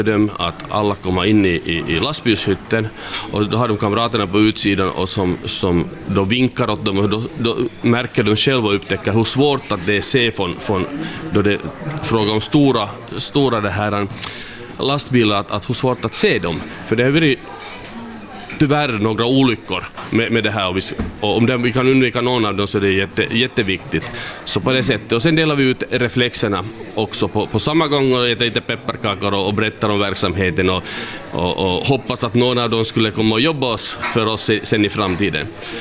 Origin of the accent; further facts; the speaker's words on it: Karleby, Central Ostrobothnia, Finland; Skärgården betyder nog för mig att jag är uppväxt i Karleby och nära Karleby finns en plats som heter Öja, och där har jag tillbringat på en ö min barndom